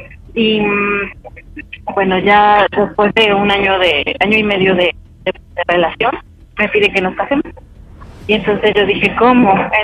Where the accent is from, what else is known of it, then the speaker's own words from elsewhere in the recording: Mexico City, Mexico; 38 años y de la alcaldía Benito Juárez.